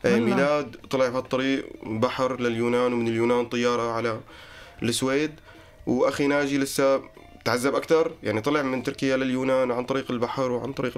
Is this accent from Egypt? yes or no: no; Lebanon; now in Germany; فنحن إنه مثل هربنا طلعنا من لبنان وأهلي ضلوا بلبنان